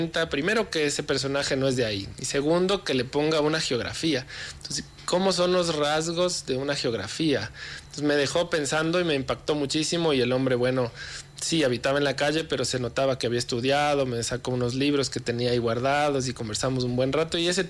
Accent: Ecuador; yo soy de Ecuador.

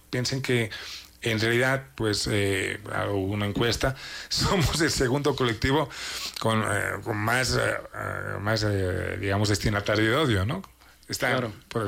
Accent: Catalonia, Spain; nosotros como catalanes

